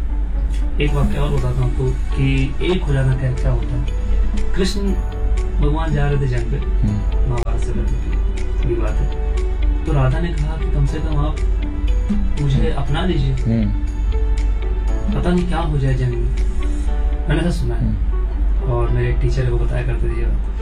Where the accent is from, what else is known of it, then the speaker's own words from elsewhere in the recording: Lucknow, Uttar Pradesh, India; मैं लखनऊ से हूँ तो मेरी उर्दू थोड़ी अच्छी ग्रिप है उर्दू पे, मगर उतनी भी अच्छी नहीं